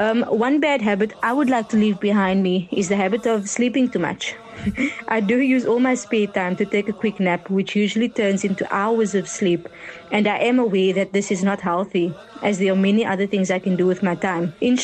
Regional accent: Mitchells Plain, Western Cape, South Africa; from Tafel Tzich Mitchell's Plain, a former student of Madrasa Dar es Salaam.

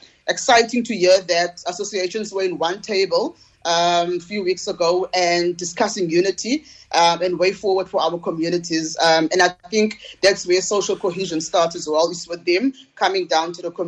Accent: Vryheid, KwaZulu-Natal, South Africa; because I'm from Vryheid, I might not be served

